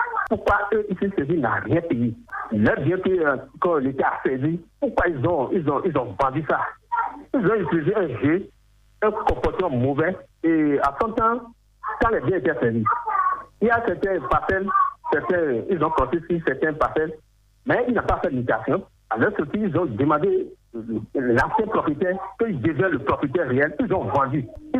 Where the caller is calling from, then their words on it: Akassato, Atlantique, Benin; Je vous appelle depuis Akassatou.